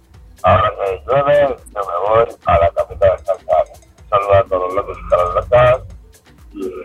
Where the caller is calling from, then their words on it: Valencia, Valencian Community, Spain; de Valencia, taxista.